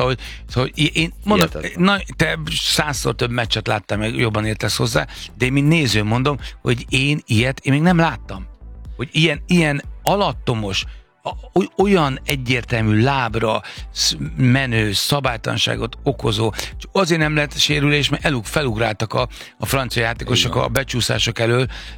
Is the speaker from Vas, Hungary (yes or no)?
no; Budapest, Hungary; Én a kilátótéren nőttem fel, meg Zuglóban, ilyet ott sem csinálunk.